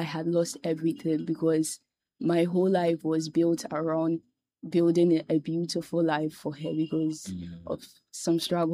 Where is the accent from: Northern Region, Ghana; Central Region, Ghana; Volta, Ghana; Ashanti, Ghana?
Ashanti, Ghana; Jache Prom; I'm from Bosomche. I'm from Jache, Jache Prom.